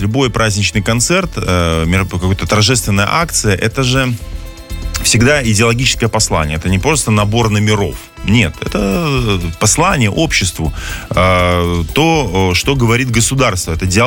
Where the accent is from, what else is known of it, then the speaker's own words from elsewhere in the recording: Belarus; мы, белорусы, тогда первый раз голосовал, мы, белорусы, утвердили этот праздник.